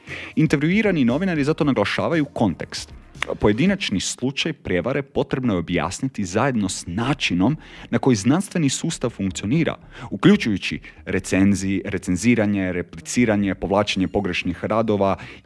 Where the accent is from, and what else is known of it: Croatia